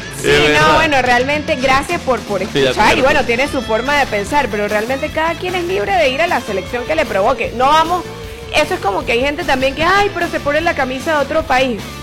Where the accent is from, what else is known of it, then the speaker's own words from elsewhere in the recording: Táchira, Venezuela; Soy colombo-venezolana, mis abuelos eran colombianos y amo profundamente mi país. Soy venezolana, pero bueno, por parte de mi mamá tengo muchas raíces colombianas y amo profundamente a Colombia.